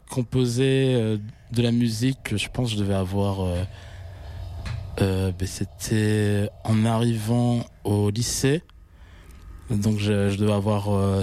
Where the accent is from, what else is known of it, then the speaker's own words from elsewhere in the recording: Talence, Nouvelle-Aquitaine, France; also born or lived in Bordeaux; Ouais, je suis né à Talence, là juste à côté.